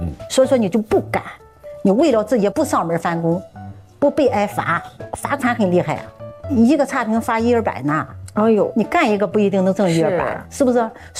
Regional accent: Shandong, China; moved away as an adult; now in Beijing, China; 我们是外地人，在北京考不了大学，孩子考不了大学，他是山东户口，只能上到初中、高中都得回老家。

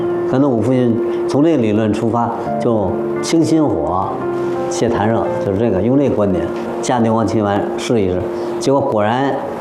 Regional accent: Yizheng, Jiangsu, China; 江苏仪征。

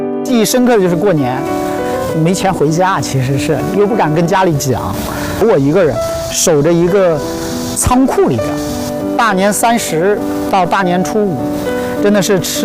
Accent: Hunan, China; 可能因为也是我是湖南人的原因吧

